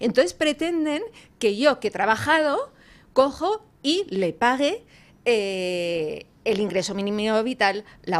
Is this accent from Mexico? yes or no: no; Spain; O sea, es que aunque yo no contribuya, es que si yo he decidido, si, ¿por qué? O sea, es que yo soy española